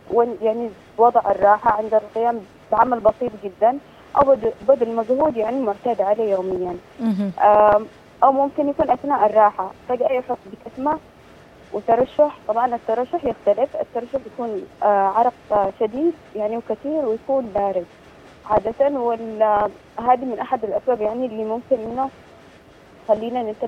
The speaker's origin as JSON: {"language": "Arabic", "region": "Aden", "country": "Yemen", "said": "بالاسم الدارج عندنا بعدن"}